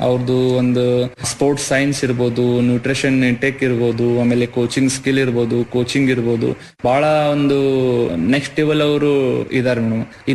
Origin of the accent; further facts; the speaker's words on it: Karnataka, India; ನಾನು ಮತ್ತೆ ರಾಜು ಭಾಟಿ ಅಂತ ಇಬ್ರು ಹುಡುಗರು ನಾವು ಕರ್ನಾಟಕದಿಂದನೇ ಪಾರ್ಟಿಸಿಪೇಟ್ ಮಾಡಿದ್ವಿ.